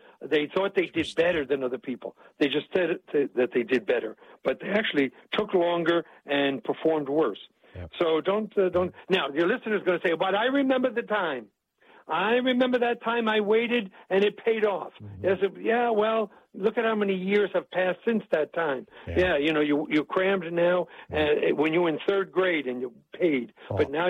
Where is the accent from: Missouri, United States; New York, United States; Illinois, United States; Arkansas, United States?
New York, United States; I'm from New York, so I can do this.